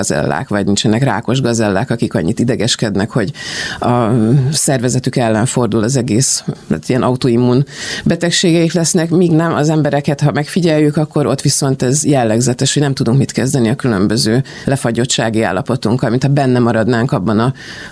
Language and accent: Hungarian; Vojvodina, Serbia; born or raised there